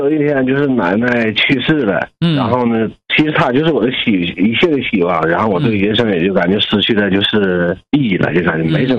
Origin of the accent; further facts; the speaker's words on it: Liaoning, China; 我有这么事儿，我老家是辽宁的